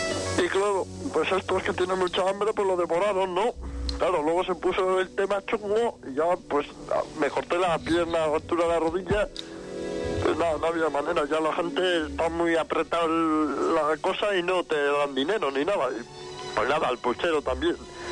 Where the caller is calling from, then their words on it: Segovia, Castile and León, Spain; te llamo de Segovia.